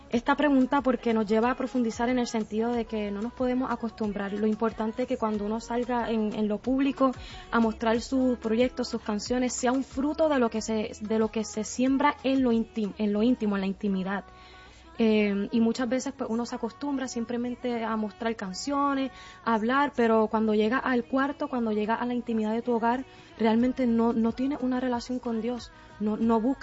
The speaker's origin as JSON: {"language": "Spanish", "country": "Puerto Rico", "moved": "yes", "lives_now": "Florida, United States", "said": "yo ahora mismo me encuentro en la Florida. Yo soy puertorriqueña"}